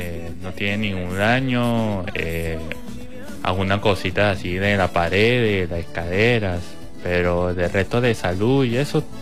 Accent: Caracas, Capital District, Venezuela; born there; now in El Vigía, Venezuela; yo soy caraqueño de nacimiento.

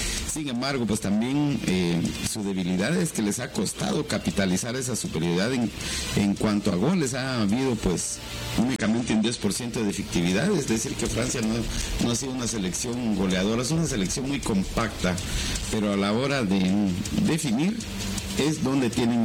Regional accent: Guatemala; Lamentablemente se nos vedó esa oportunidad como aficionados, como guatemaltecos, decisiones totalmente pues que van en contra de los derechos que tenemos como ciudadanos guatemaltecos.

